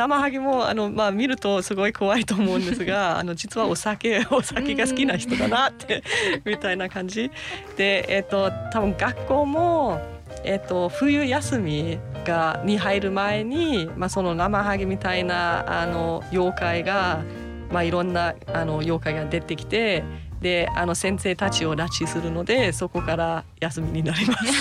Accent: southern Germany, Germany; Japanese is a second language; moved away as an adult; now in Japan; 生まれ育った地域も東北との共通点がすごく多くて

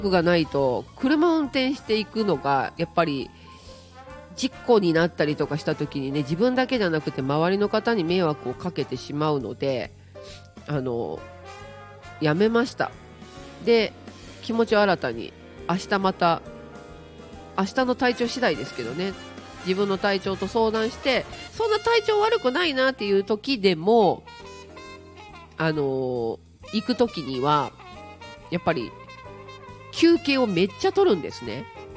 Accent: Kyoto, Japan; moved away; 京都駅の伊勢丹、もう家の近所です、私の実家の。

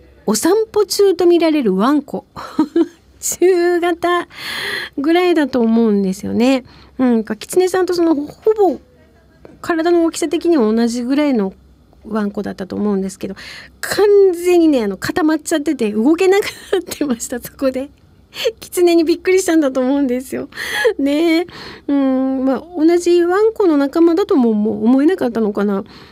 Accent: Furano, Hokkaido, Japan; now in Sapporo, Japan; 私が富良野出身なんです

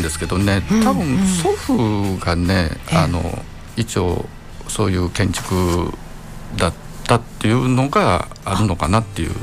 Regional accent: Tokushima, Japan; also born or lived in Okayama; ちょっと学校は岡山の方に、うん、ちょっとデザインの学校に行ってまして

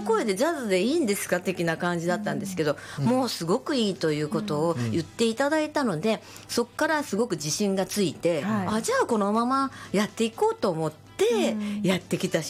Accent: Kansai, Japan; moved away as an adult; now in Tokyo, Japan; 特に私関西出身で関西で歌い始めたので、

